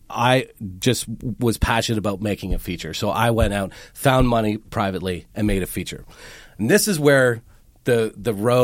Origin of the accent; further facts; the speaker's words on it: Canada; I'm 25. I have this thing and people are interested, and we're not Canadian, but I am.